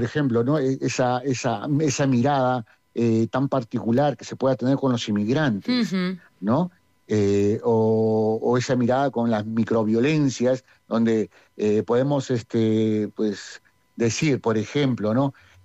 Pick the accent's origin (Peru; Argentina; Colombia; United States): Peru; now in Bilbao, Spain; yo soy peruano, soy nacido en Perú, pero bueno, mi familia es de aquí.